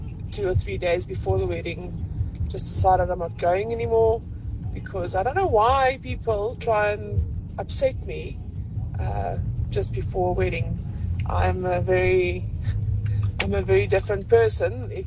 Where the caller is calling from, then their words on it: Gauteng, South Africa; But I'm from Gauteng